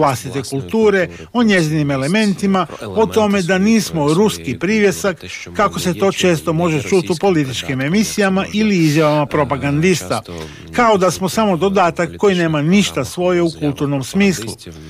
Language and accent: Croatian; Ukraine; Baš kao i Hrvati, i mi smo Ukrajinci, imamo hrabrosti biti svoji i razgovarati sa svijetom kroz vlastitu kulturu.